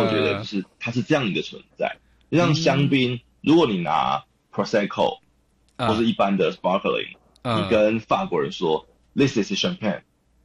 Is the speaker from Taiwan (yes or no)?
yes; Taiwan; 我们台湾人最最喜欢的